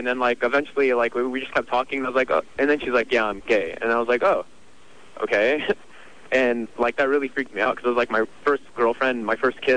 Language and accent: English; Egypt; I'm from Egypt.